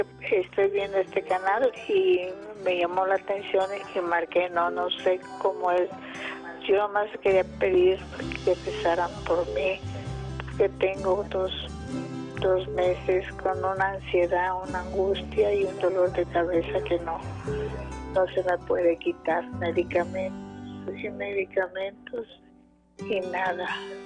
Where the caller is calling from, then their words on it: Guerrero, Mexico; De Guerrero.